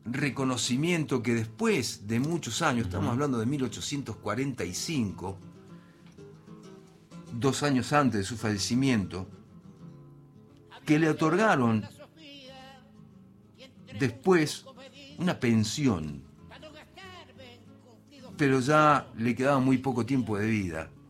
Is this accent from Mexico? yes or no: no; Argentina; los argentinos como las argentinas